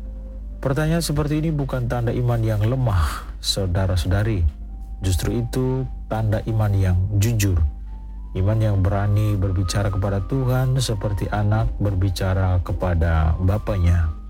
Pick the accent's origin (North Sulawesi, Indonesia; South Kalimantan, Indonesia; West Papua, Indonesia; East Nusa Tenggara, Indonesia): East Nusa Tenggara, Indonesia; Ende; kita, orang Ende, orang Flores